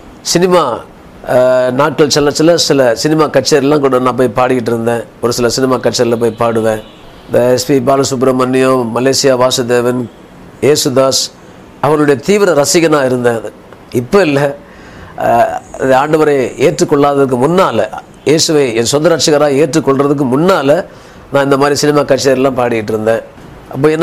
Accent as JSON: {"language": "Tamil", "town": "Gummidipoondi", "region": "Tamil Nadu", "country": "India", "tie": "born there", "said": "நான் கும்மிடிப்பூண்டியில் என் தாய் தகப்பனுக்கு இரண்டாவது மகனாக நான் பிறந்தேன்."}